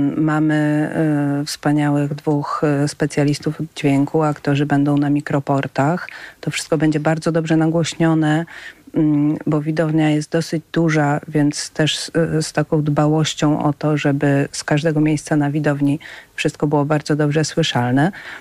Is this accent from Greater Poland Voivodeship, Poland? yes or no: no; Warsaw, Masovian Voivodeship, Poland; born there; ja jestem warszawianką z urodzenia